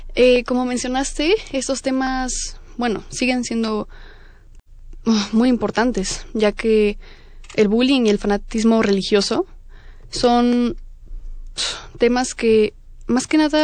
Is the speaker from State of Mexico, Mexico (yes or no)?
yes; Toluca, State of Mexico, Mexico; nosotros somos de Toluca, esta compañía es toluquense